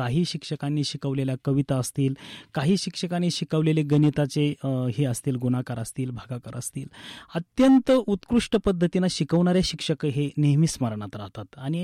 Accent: Shiregaon, Maharashtra, India; मी एका शेतकऱ्याचा मुलगा आहे. माझं बालपण शिरेगाव तालुका नेवासा जिल्हा अहिल्यानगर हे एका छोट्याशा खेड्यागावात गेलेलं आहे.

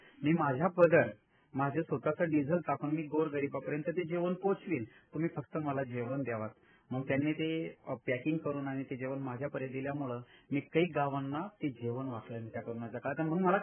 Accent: Varvande, Maharashtra, India; मी मूळचा माझं गाव वरवंडे आहे. मी राहुरी तालुक्यात आहे राहिला आणि मुळानगर या ठिकाणी आपण राहत असताना लहानपणी आमचं पूर्ण बचपन म्हणजे धरणाच्या कडेला गेलं.

